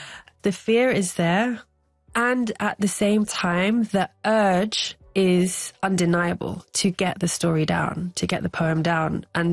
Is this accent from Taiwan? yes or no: no; India; It's a poem about a ritual that I had as a child, that was part of my identity as an Indian, that I actively kind of, as I grew up, was teased about it, and I actively erased it from my life.